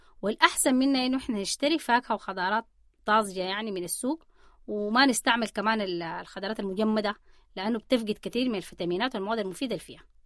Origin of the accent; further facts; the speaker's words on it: Sudan; احنا كسودانيين طبعا بنحب اللحمة